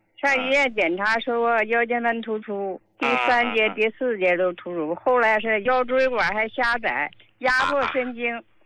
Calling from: Harbin, Heilongjiang, China; 我是哈尔滨的患者。

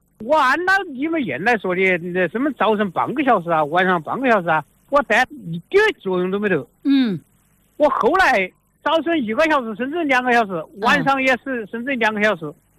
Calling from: Jingzhou, Hubei, China; 我是湖北荆州。

